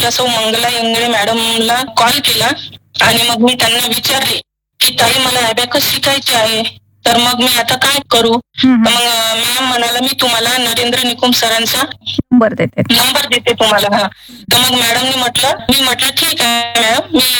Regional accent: Yavatmal district, Maharashtra, India; moved away as an adult; also born or lived in Washim; now in Buldhana, India; माझे मूळ गाव वाशिम आहे आणि माझे माहेर यवतमाळ जिल्ह्यात नीर या गावी माहेर आहे।

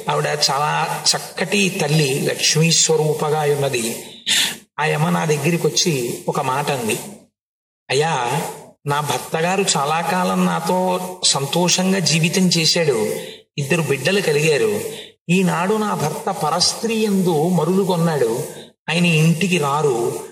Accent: Visakhapatnam, Andhra Pradesh, India; born there; నా చిన్నతనంలో నేను విశాఖపట్నంలో ఒక ఇంట్లో ఉండేవాడిని.

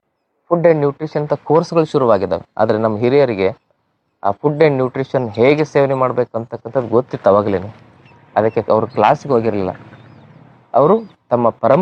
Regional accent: Karnataka, India; ನಮ್ಮೂರ ಕಡೆಗೆ, ನಮ್ಮ ಉತ್ತರ ಕರ್ನಾಟಕದಲ್ಲಿ ಗುರೆಳ್ ಚಟ್ನಿ ಅಂತಾರೆ

